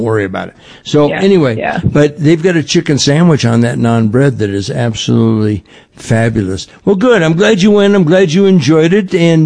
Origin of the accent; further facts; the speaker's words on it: California, United States; Well, I think in California growing up, we were one of the places they could get it.